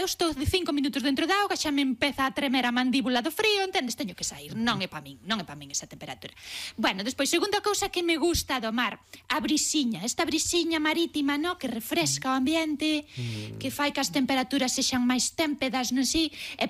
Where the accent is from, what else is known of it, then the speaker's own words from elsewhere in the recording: Galicia, Spain; porque eu son galega en todo absolutamente menos en decir que esa temperatura do mar está ben pa meterse.